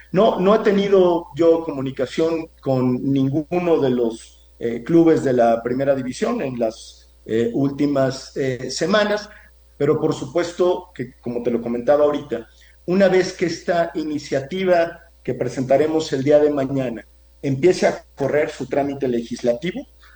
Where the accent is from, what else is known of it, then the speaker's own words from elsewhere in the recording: Guadalajara, Jalisco, Mexico; yo soy de Guadalajara, simpatizo por supuesto con los Leones Negros, aunque le voy a las Chivas